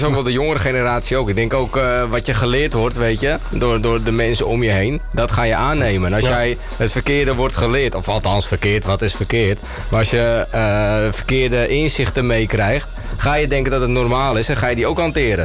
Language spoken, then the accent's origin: Dutch; North Holland, Netherlands; ik ben half Nederlands, half Spaans, hè. En ik kom oorspronkelijk uit Zaanstreek, voor mijn veer.